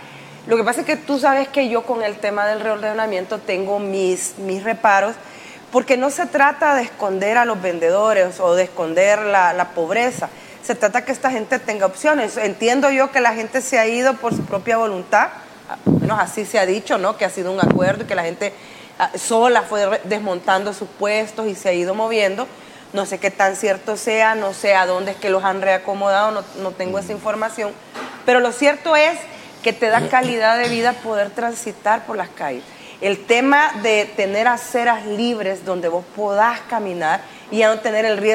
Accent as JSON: {"language": "Spanish", "town": "Soyapango", "region": "San Salvador", "country": "El Salvador", "tie": "born there", "said": "Yo soy de Soyapango, ¿sí? Ahí nací en Soyapango."}